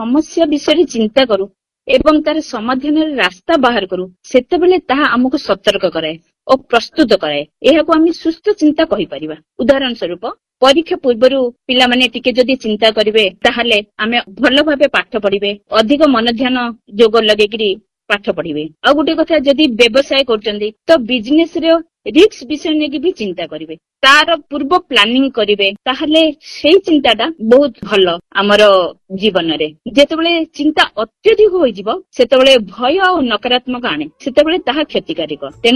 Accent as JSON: {"language": "Odia", "town": "Jeypore", "region": "Odisha", "country": "India", "tie": "born or raised there", "said": "ମୋର ପିଲାବେଳଟା ମୁଁ ଜୟପୁରରେ କଟାଇଥିଲି। ମୋ ବାପା କଣ୍ଟ୍ରେନିଂ କରୁଥିଲି ଆଉ ମୋ କ୍ଲାସ୍ 7 ପର୍ଯ୍ୟନ୍ତ ମୁଁ ଜୟପୁରରେ ପଢୁଥିଲି।"}